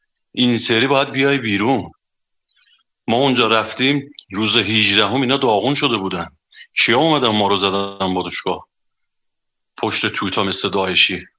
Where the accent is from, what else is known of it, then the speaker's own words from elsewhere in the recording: Ardabil, Ardabil Province, Iran; من از اردبیلم، روز 18 اونجا داشتن جوانا رو میزدن